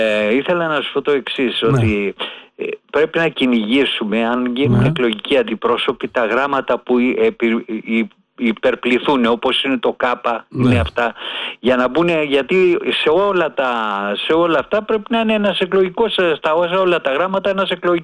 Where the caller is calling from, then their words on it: Agia Paraskevi, Attica, Greece; από την Αγία Παρασκευή.